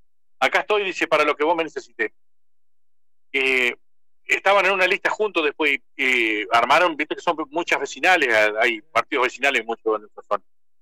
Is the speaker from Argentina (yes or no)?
yes; Diamante, Entre Ríos, Argentina; nosotros acá en Diamante